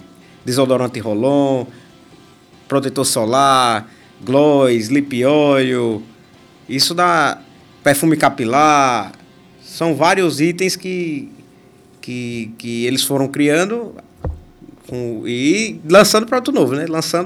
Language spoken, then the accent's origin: Portuguese; Lagarto, Sergipe, Brazil; Então, eu sou daqui de Lagarto